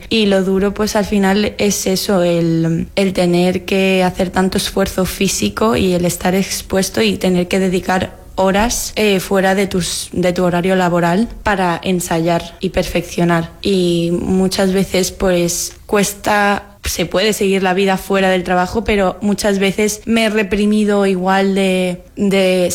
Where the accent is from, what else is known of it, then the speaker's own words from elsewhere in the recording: Ibiza, Balearic Islands, Spain; en mi casa, en Ibiza. Y como artista ibicenca